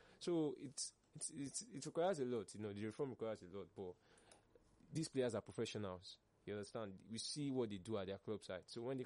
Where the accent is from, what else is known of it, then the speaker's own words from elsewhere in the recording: Ghana; born there; Ghana, actually, I'm a Ghanaian by birth.